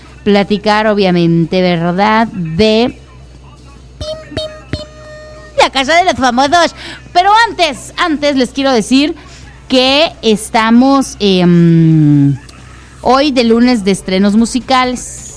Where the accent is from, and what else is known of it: Mexico